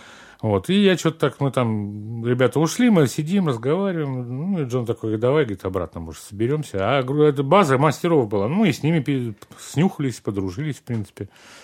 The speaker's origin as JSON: {"language": "Russian", "region": "Moscow", "country": "Russia", "tie": "born or raised there", "also_born_or_lived": "Kyiv", "said": "Ну, как сразу? Ну, в 2 годика меня увезли в Москву дед с бабкой."}